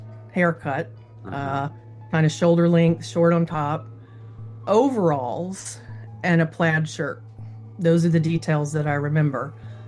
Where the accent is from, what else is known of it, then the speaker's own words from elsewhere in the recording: Meridian, Mississippi, United States; I grew up in Meridian, Mississippi